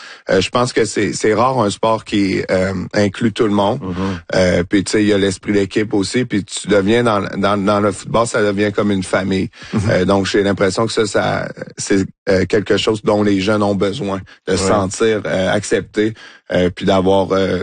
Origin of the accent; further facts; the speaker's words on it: Quebec, Canada; en tant que Québécois de faire partie des Alouettes de Montréal.